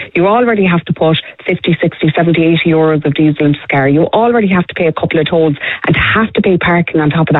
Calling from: County Clare, Ireland; I'm from County Clare.

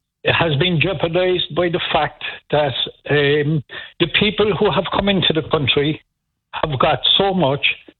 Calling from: Ireland

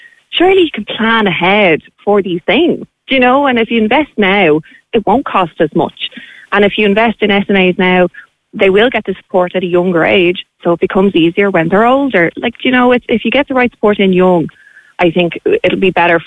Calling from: Ireland; Obviously, as an Irish citizen

